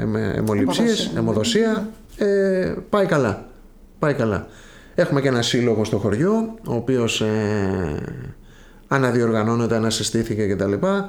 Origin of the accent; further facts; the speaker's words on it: Piraeus, Attica, Greece; moved away as an adult; now in Corfu, Greece; είμαι από τον Πειραιά η καταγωγή. Είμαι καταγωγή από τη Μάνη, γέννημα Θρέμα στον Πειραιά.